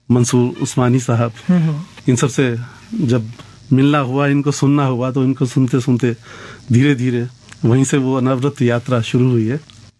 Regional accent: Tanda, Uttar Pradesh, India; moved away as an adult; now in Moradabad, India; मैं रामपुर जनपद के टांडा का निवासी हूँ।

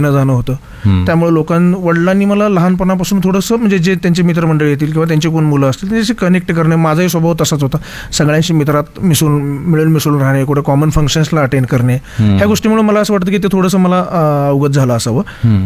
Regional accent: Pune, Maharashtra, India; आणि बेसिकली आम्ही पुण्यातलेच आहोत, म्हणजे आम्ही महाराष्ट्रातले, तर आम्ही इथंच चालू करू.

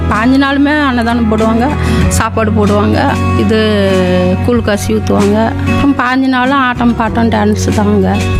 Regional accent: Pazhaya Soramangalam, Tamil Nadu, India; நான் வந்து இங்க 52 வருஷமா நான் பிறந்து வளர்ந்து நான் அங்க உள்ள இருக்கிறேன். பெரிய தெருவுல இப்பதான் இங்க வந்து 15 வருஷம் ஆகுது. 5 மாசம் ஆகுது இங்க குடி வந்து.

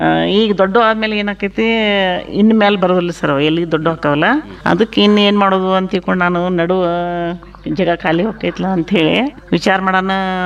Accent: Belagavi district, Karnataka, India; ನಮ್ಮ ಊರು ಮೇಟಲ್ ಗ್ರಾಮದ ವಾಸಿ ಇರುತ್ತೇನೆ.

